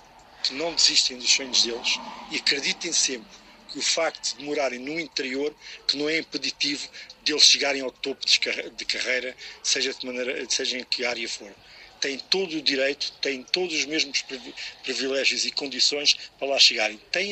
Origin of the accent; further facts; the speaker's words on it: Castelo Branco, Centro, Portugal; Eu sou do interior, eu sou de Castelo Branco